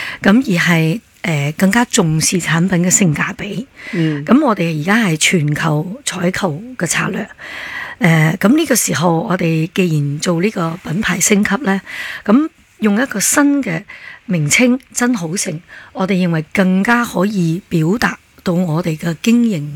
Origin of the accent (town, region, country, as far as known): Hong Kong